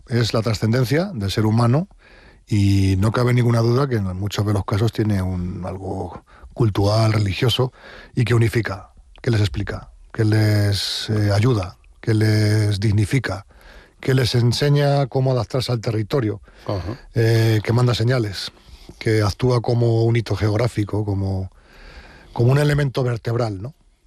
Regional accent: Navas de Oro, Castile and León, Spain; Yo soy de Navas de Oro, vivo en Navas de Oro, es el pueblo de mis abuelos, de mi madre, vivo allí desde hace ya 10 años. Y muy cerquita, en todo lo que es el macizo de Santa María, porque yo soy de Tierra de Pinares

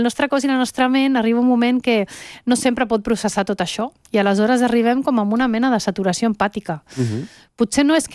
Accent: Venezuela; jo també sóc de Venezuela, que tinc una connexió emocional, que forma part de la meva vida a aquella terra

